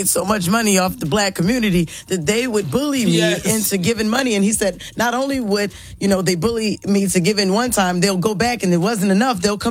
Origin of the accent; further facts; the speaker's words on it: Baltimore, Maryland, United States; Yeah, my foundation is giving an event in Baltimore, my hometown.